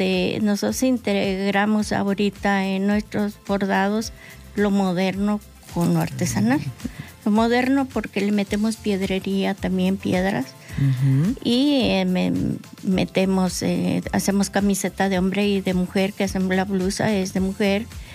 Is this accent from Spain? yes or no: no; Mexico; now in El Salvador; Soy mexicana